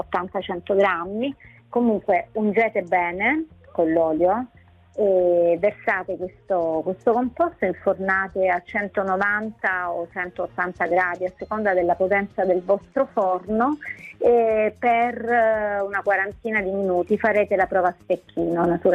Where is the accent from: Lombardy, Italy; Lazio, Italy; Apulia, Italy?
Apulia, Italy; sono salentina